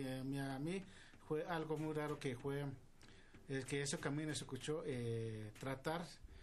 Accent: Guachochi, Chihuahua, Mexico; Vengo de estado de Chihuahua, más alto que la sierra, que municipio de Huachoche, en una comunidad que se llama Apachoachi de Hido Tonache

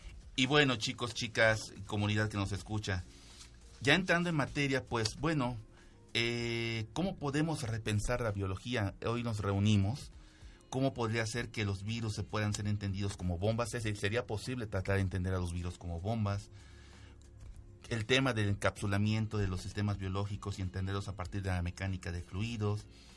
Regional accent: Yucatán, Mexico; now in Puebla, Mexico; No es como en mi tierra en Yucatán que llegamos a los 40

